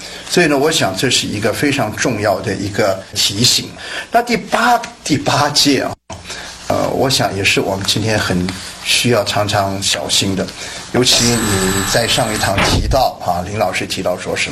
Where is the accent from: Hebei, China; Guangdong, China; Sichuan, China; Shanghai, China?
Guangdong, China; 譬如说我是广东人